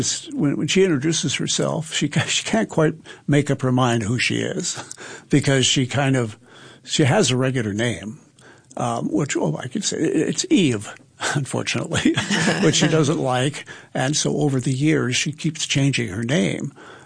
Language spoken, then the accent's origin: English; Nebraska, United States; And I grew up in Nebraska, and my relatives lived about 45 minutes from Lincoln